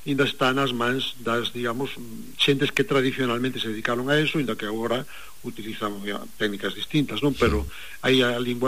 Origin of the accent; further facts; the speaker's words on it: Muros, Galicia, Spain; Eu xa digo xo porque eu son de Muros e eu sei porque, bueno, a miña familia de Esteiro, non?